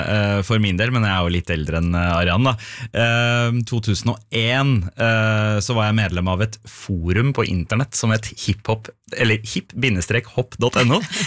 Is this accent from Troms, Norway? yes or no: no; Oslo, Norway; jeg er to innvandrergutt fra Vestkanten, hva er det de har å melde egentlig?